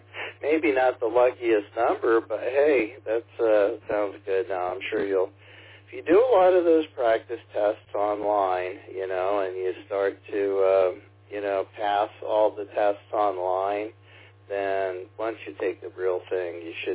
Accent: Philadelphia, Pennsylvania, United States; moved away as an adult; now in Germantown, North Carolina, United States; I'm originally from the Philadelphia, Pennsylvania area. So I've been in North Carolina here for about 2 years

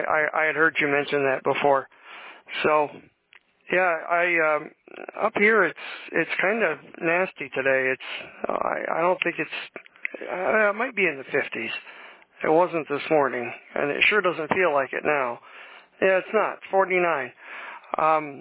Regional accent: Vermont, United States; I've lived in this area for 20 years. I'm originally from Vermont.

